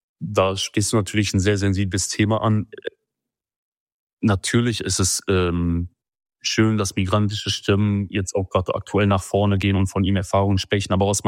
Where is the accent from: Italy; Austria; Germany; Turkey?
Turkey; Habe ich eine ganz lange Zeit immer gesagt, ich bin Kurde aus der Türkei.